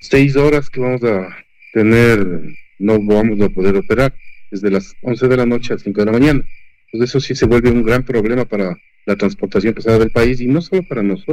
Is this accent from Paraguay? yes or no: no; Ecuador; como ecuatorianos, como buenos ecuatorianos que somos nosotros